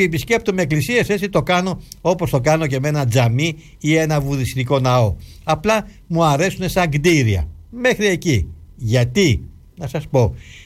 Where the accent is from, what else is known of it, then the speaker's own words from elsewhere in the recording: Greece; Τους είπα ότι είμαστε Ορθόδοξοι και Έλληνες